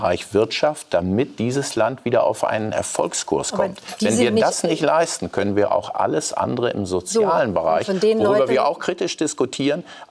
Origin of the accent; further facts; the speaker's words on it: Lower Saxony, Germany; ich komme aus Niedersachsen, ich erlebe das an den VW-Standorten, ich habe einen VW-Standort bei mir in meinem Wahlkreis Osnabrück